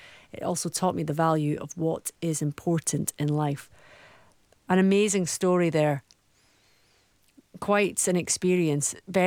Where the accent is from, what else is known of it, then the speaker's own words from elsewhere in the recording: Scotland, United Kingdom; Buffet. The buffet. No? Is it because I'm Scottish?